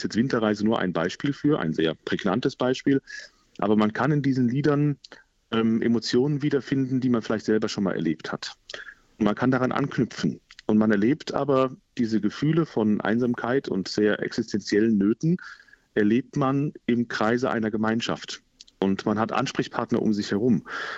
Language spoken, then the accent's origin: German; Limburg an der Lahn, Hesse, Germany; mein Vater, der auch gebürtiger Limburger ist, genauso wie ich eben dort sehr geprägt wurde für seine musikalische Laufbahn